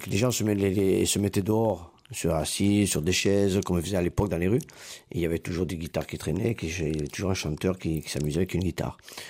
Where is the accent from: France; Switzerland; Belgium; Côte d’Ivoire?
France; Carcassonne, Occitanie; nous sommes tous de Carcassonne et depuis plusieurs générations déjà. Donc voilà, nous faisons partie de Carcassonne, nous sommes les Carcassonnais.